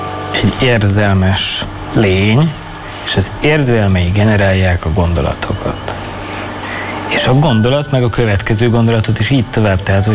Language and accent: Hungarian; Budapest, Hungary; én a Lehel téren nőttem föl, ott rengeteg autó közlekedett mindig is, és én úgy aludtam el mindig gyerekkoromban, hogy mentek az autók